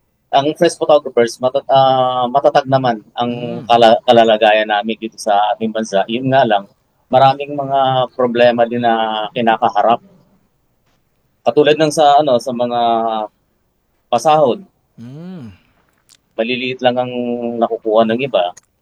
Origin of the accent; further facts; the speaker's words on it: Mindanao, Philippines; moved away; kasi lumaki ako sa probinsya, ni sa hinagap ko hindi ko alam tong profession na to until na napunta ako dito. By the way, I'm from Mindanao.